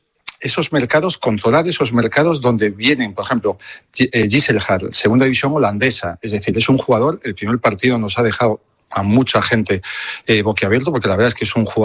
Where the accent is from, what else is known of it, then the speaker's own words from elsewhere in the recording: Oleiros, Galicia, Spain; bueno, que sepas que yo soy de Oleiros, vivo